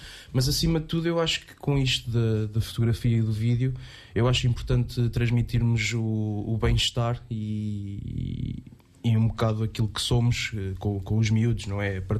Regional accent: Aveiro, Centro, Portugal; tenho 27 anos, sou de Aveiro também.

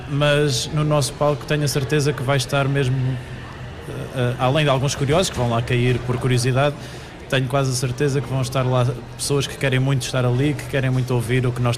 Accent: Figueira da Foz, Coimbra, Portugal; na Figueira da Foz também é feriado de São João, okay. Que é a minha terra, e eu sempre festejo São João desde criança

